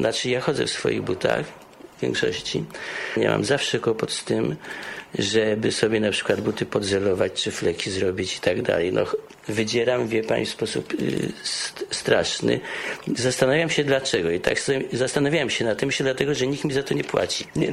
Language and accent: Polish; Łódź, Łódź Voivodeship, Poland